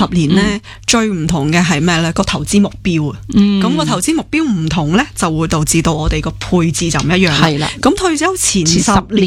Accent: Hong Kong; 我哋香港人

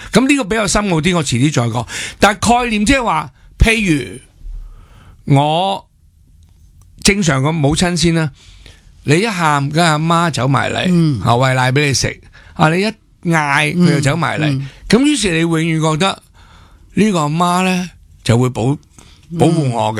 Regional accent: Hong Kong; 我哋香港人真系唔识政治

